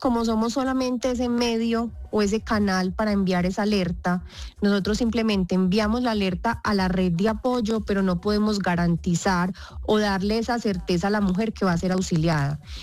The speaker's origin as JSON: {"language": "Spanish", "town": "Medellín", "region": "Antioquia", "country": "Colombia", "said": "Yo soy de Medellín. Yo soy de Medellín"}